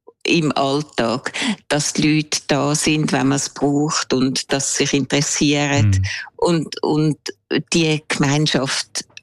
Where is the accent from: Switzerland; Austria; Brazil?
Switzerland; Zurich; born there; also born or lived in Winterthur / Salzach (unclear village); ich bin in Zürich geboren, dann in Winterthur, von Winterthur auf Salzach gezügelt, aber dort ist meine Bleibe gewesen, wo ich dann schon weiter in die Schule bin. Also ich habe mich schon müssen an das Dorfleben gewöhnen